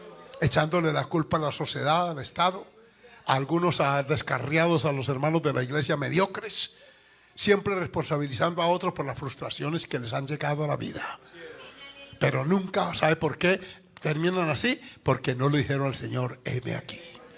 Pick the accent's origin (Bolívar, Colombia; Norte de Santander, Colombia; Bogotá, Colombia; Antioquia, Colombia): Antioquia, Colombia; Medellín; que si tengo familia en Medellín, también tengo familia porque ese es mi origen.